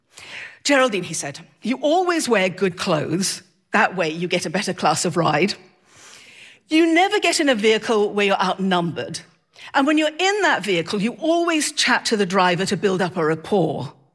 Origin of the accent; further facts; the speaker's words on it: the north of England, United Kingdom; moved away as an adult; now in Maryland, United States; I am originally from England, from the north of England, and I now live in Maryland. I'm a naturalized citizen and very proud to be so.